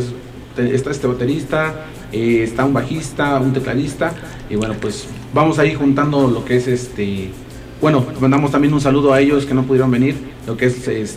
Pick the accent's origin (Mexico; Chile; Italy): Mexico; San Martín Texmelucan, Puebla; De allá de San Martín, Texmelucan, originarios.